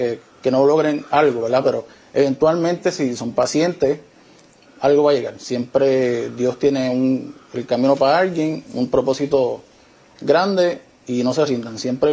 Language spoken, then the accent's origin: Spanish; Carolina, Puerto Rico; Carolina.